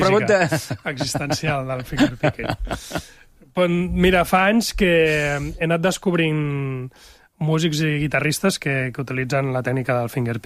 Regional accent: Barcelona, Catalonia, Spain; now in L'Ametlla del Vallès, Spain; És que és complicat, perquè sóc de Barcelona, del barri d'Horta, estic empadronat a la Garriga, però visc a l'Ametlla.

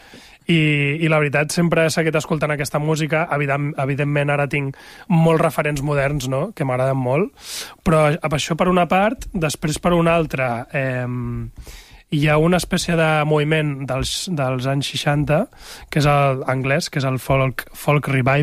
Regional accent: Barcelona, Catalonia, Spain; moved away as an adult; now in L'Ametlla del Vallès, Spain; sóc de Barcelona, del barri d'Horta, estic empadronat a la Garriga, però visc a l'Ametlla.

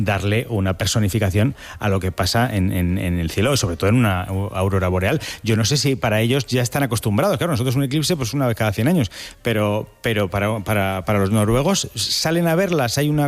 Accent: Spain; ¿Por qué no son tan horteras como somos los españoles cuando nos hacemos ricos de golpes?

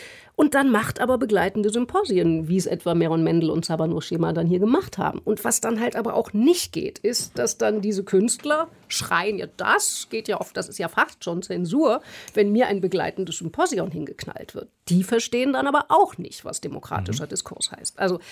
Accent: Frankfurt am Main, Hesse, Germany; Ich komme aus Frankfurt am Main.

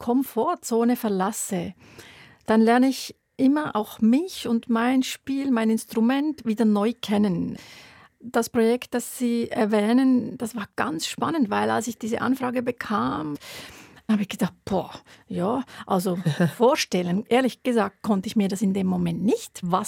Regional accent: Switzerland; Bei uns als Schweizerin, genau.

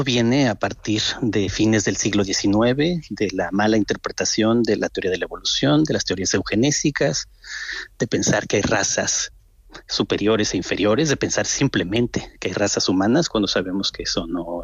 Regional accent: Mexico; now in Madrid, Spain; soy mexicano y español y vivo en Madrid.

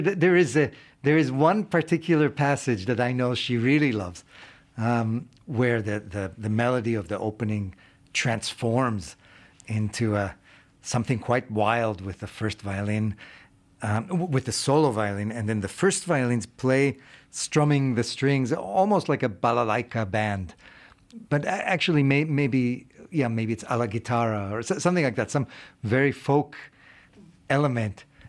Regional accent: Israel; And so growing up in Israel, you know, once a week you would see my dad on TV

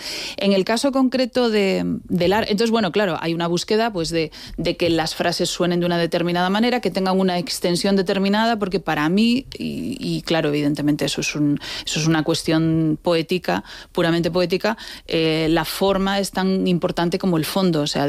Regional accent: A Coruña, Galicia, Spain; Digámoslo, soy gallega. Gallega de A Coruña.

